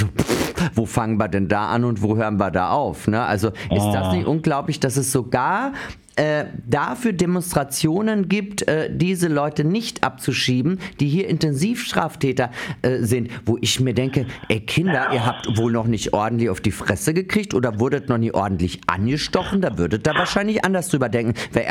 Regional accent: Austria; die können besser Deutsch als ich, als Österreicherin

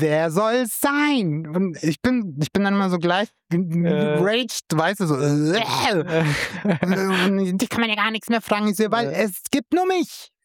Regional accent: Rotenburg, Germany

